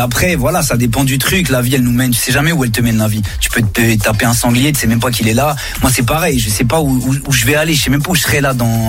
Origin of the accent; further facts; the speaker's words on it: Amiens, Hauts-de-France, France; also born or lived in Paris; now in Dubai, United Arab Emirates; Donc moi, je suis italien. Après, c'est vrai que j'ai grandi. On va dire. Concrètement, à Amiens.